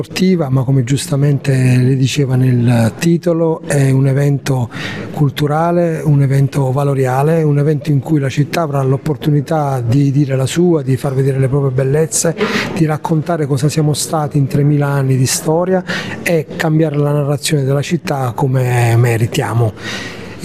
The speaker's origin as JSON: {"language": "Italian", "town": "Taranto", "region": "Apulia", "country": "Italy", "said": "i miei concittadini"}